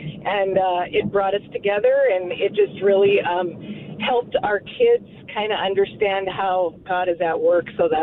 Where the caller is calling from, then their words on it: Grand Island, Nebraska, United States; Grand Island, Nebraska.